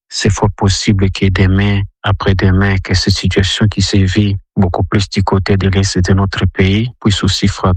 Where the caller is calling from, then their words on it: Lubumbashi, Haut-Katanga, DR Congo; depuis la ville de Lubumbashi. Chez nous, en République démocratique du Congo